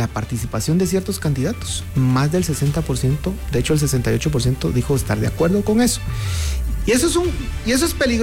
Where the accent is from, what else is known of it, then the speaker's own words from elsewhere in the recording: Guatemala; reflexión que tenemos que hacer como guatemaltecos.